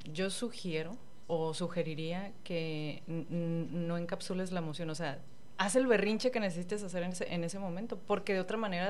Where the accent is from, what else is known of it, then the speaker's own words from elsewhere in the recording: Tijuana, Baja California, Mexico; yo también soy de Tijuana y vivo este estrés de los cruces fronterizos todo el tiempo.